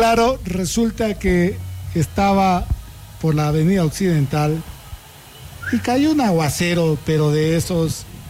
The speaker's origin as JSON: {"language": "Spanish", "town": "Quito", "region": "Pichincha", "country": "Ecuador", "tie": "born there", "said": "No, quiteño, por favor."}